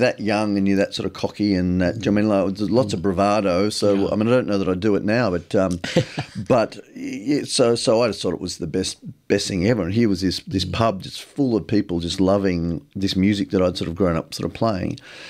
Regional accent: Australia; as a young musician growing up in Australia

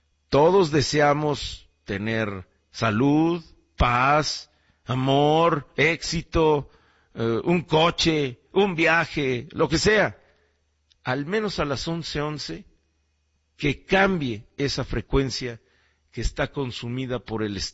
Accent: Mexico; la humanidad más cercana que tengo, que somos los mexicanos

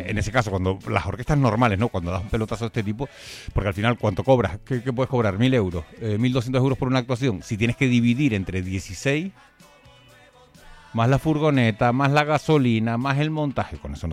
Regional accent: Canary Islands, Spain; tú y yo somos más canarios.

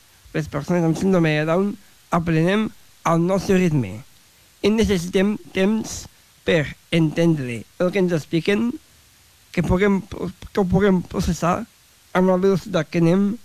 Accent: Tàrrega, Catalonia, Spain; Jo soc de Tàrrega.

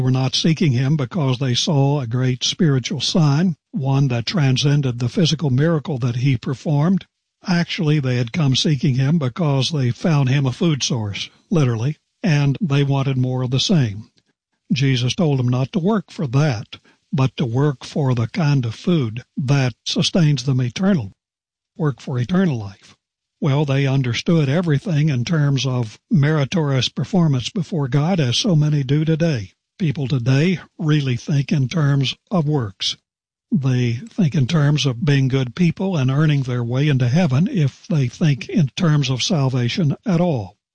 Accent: West Virginia, United States; There was a man in my home state of West Virginia

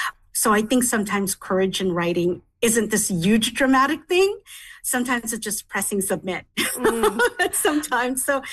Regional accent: Manitoba, Canada; also born or lived in Philippines; all of those experiences starting from the Philippines and growing up in Manitoba, I just really became very attuned to those small details and patterns in the environment.

